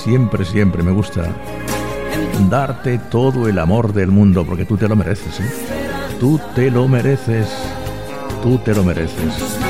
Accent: Region of Murcia, Spain; Murcia, mi tierra, qué hermosa eres.

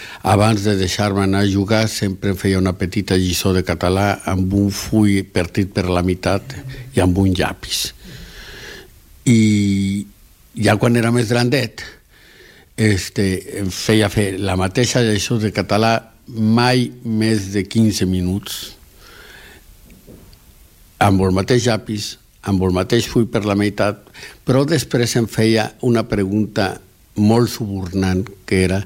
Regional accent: Guadalajara, Jalisco, Mexico; Catalan is a second language; Soc mexicà, de Guadalajara, Jalisco.

